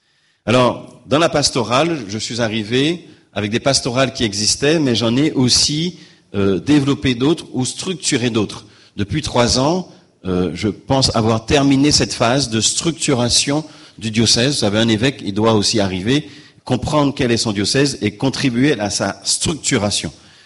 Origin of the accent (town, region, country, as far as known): Guadeloupe